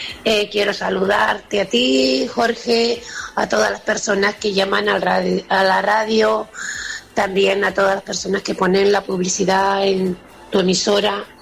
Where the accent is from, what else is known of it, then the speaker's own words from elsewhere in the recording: Santa Lucía, Canary Islands, Spain; de Santa Lucía y... A ver... Hace mucho calor.